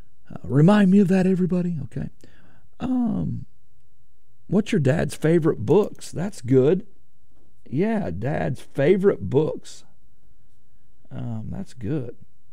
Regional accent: Harrison, United States; They're going to be in Harrison, my hometown

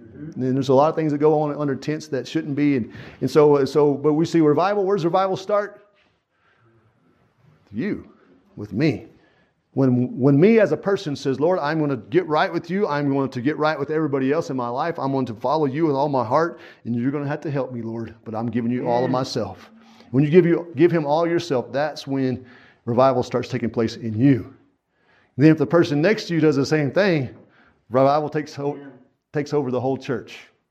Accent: United States; born there; I was born in America. Out of all the places in the world I could have been born, God let me be born in America. I'm an American citizen.

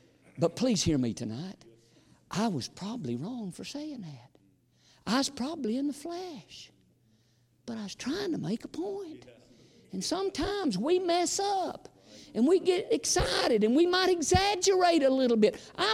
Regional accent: Tennessee, United States; I'm from Smith County, home of Al Gore.

